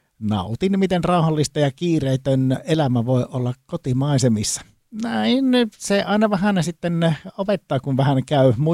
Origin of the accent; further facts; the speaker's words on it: Varpaisjärvi, North Savo, Finland; käytiin Varpaisjärven ystävyyskunnassa Tsalnassa Venäjän puolella kotikyläni harrastajateatterin kanssa